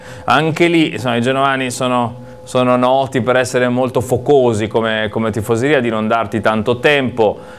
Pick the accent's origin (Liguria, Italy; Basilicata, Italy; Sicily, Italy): Liguria, Italy; La Spezia; io vengo da Spezia e noi siamo uguali